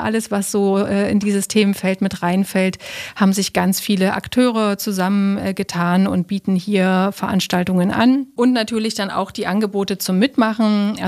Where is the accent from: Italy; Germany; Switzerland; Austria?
Germany; Leipzig, Saxony; ich als Leipzigerin eben zum Beispiel hier im Leipziger Raum.